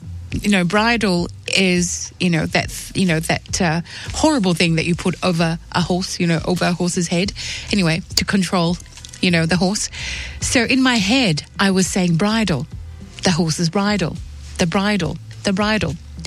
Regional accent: Tonga; English is a second language; And the other thing is, you know, English is not my first language at the same time. But I try to do my best every time I'm on here.

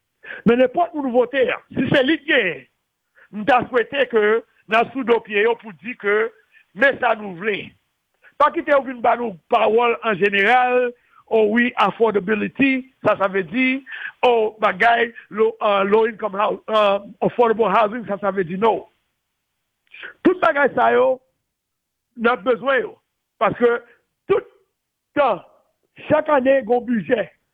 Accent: Haiti; que je vais voter parce que je suis haïtien.

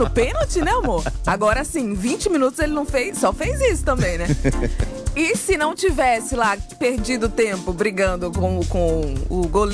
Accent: Brazil; eu sou brasileira

